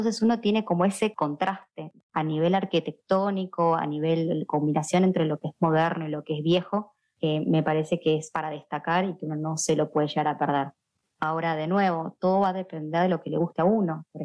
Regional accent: Argentina; moved away as an adult; now in Aberdeen, United Kingdom

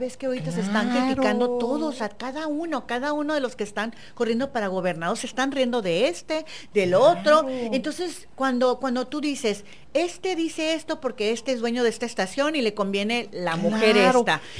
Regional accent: Mexico; somos mexicanos y tenemos que nosotros estar con México.

